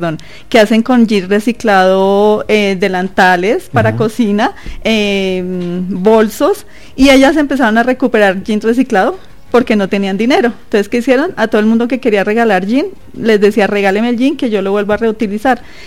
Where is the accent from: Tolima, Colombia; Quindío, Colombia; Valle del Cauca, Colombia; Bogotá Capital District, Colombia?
Bogotá Capital District, Colombia; Usaquén; pues ellos me buscaron porque soy productora y soy de Usaquén